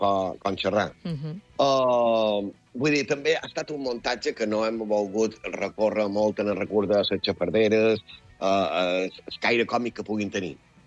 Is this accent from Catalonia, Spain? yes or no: no; Balearic Islands, Spain; era tan guapo, era tan viu, tan autèntic com a mallorquins